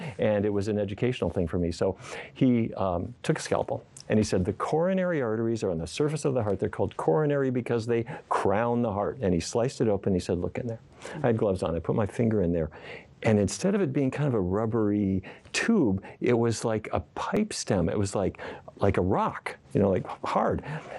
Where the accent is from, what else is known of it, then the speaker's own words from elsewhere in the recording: Fargo, North Dakota, United States; I grew up in Fargo, North Dakota, and it was cattle country for me and my grandpa.